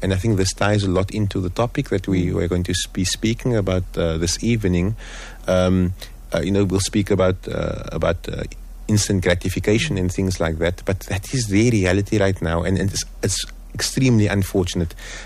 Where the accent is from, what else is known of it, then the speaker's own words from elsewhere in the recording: Cape Town, Western Cape, South Africa; I grew up in Strandfontein.